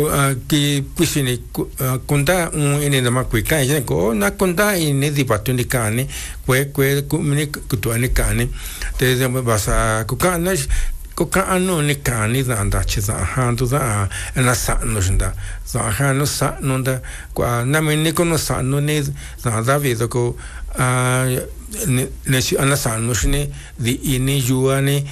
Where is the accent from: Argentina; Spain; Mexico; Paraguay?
Mexico; first language Mixtec; Spanish is a second language; Y lo que comentaba, pues en mi lengua materna es de que allá en la región mixteca, pues hay los campesinos